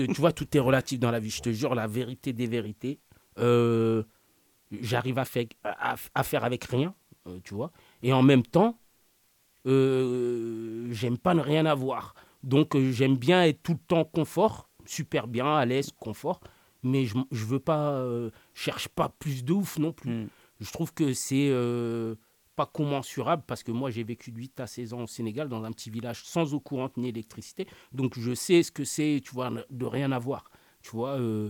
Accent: France; born there; je suis né en France, je me sens français.

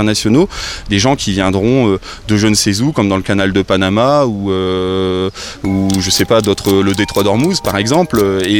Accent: Oisille-le-Verger, Hauts-de-France, France; also born or lived in Douai; je suis pas né ici, je suis né à Douai, mais j'ai fait de 6 ans à 22 ans Oisille-le-Verger, j'ai habité ici, donc je connais bien

